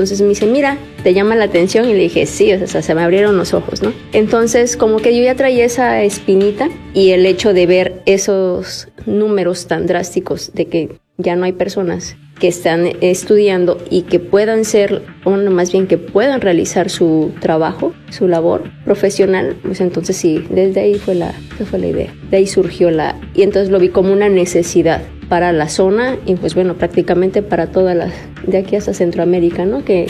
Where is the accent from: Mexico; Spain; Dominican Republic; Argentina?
Mexico; siendo mexicana, y la verdad lo digo honestamente, me avergüenzo de no saber una lengua indígena.